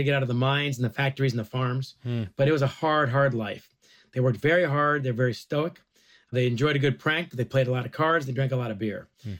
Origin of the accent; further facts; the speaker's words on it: Great Lakes, United States; And I grew up in the Great Lakes. And we swim in these lakes, we sail in these lakes.